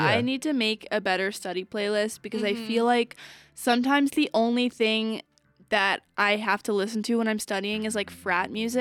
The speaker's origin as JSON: {"language": "English", "region": "East Coast", "country": "United States", "also_born_or_lived": "Baltimore / Annapolis", "moved": "yes", "lives_now": "Colorado, United States", "said": "I am from the East Coast, and there's a lot of good hardcore, especially in Baltimore, which is where I lived for a while before I moved to Annapolis."}